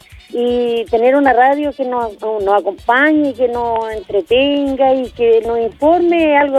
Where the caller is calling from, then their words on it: Coronel, Biobío, Chile; De Coronel.